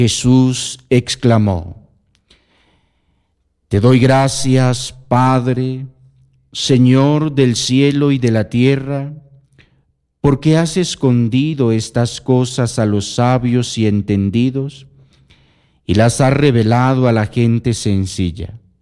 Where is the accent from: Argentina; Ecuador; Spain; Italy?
Ecuador